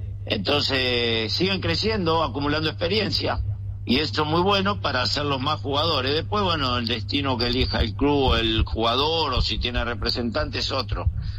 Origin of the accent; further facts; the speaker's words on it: Argentina; Y mire, más que alegría como argentino, tengo la alegría porque representa a Sudamérica.